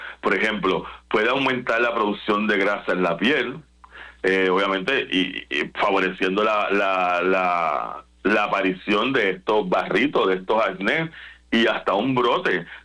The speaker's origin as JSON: {"language": "Spanish", "country": "Puerto Rico", "said": "nos afecta a nosotros como puertorriqueños también"}